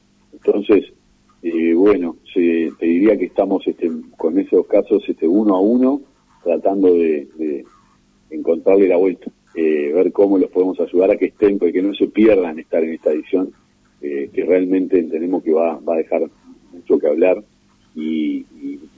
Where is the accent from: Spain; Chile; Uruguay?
Uruguay; como uruguayos le encontramos la vuelta a resolver esos problemas.